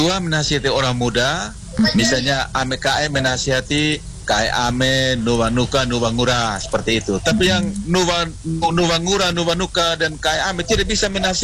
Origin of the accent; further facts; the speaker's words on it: East Nusa Tenggara, Indonesia; kami orang Nagekyo